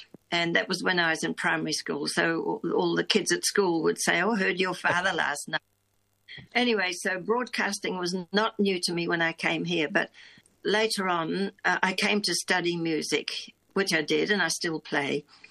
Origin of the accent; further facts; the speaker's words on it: New Zealand; moved away as an adult; also born or lived in England; now in Australia; I'm a New Zealander. I was born in England, but my parents were New Zealanders and they were there temporarily. Born in England and then went to New Zealand when with back to a New Zealand. I'm a fifth generation New Zealander when I was one and grew up in New Zealand and came here when I was 23 to study music.